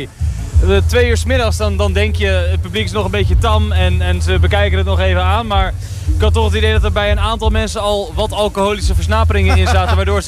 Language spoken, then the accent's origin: Dutch; Walcheren, Zeeland, Netherlands; wij komen uit Zeeland wel aan de andere kant. Volgens deze kant de verkeerde kant van het water.